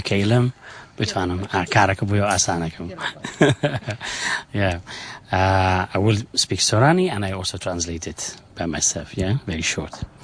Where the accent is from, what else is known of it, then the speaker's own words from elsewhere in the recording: Sulaymaniyah, Sulaymaniyah Governorate, Iraq; English is a second language; now in Sweden; I'm from Bashur in Kurdistan, in the city of Slimani. I born there. I grew up. I studied music. I studied violin, and then I moved to Sweden in 2002